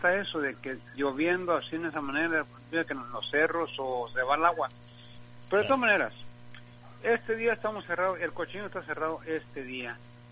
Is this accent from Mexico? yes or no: yes; Jalisco, Mexico; Digo, porque somos de Jalisco nosotros también. Dije, bueno, realmente no somos, somos jaliscienses